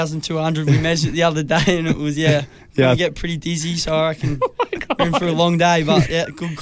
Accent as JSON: {"language": "English", "town": "Echuca", "region": "Victoria", "country": "Australia", "said": "We're from Echuca."}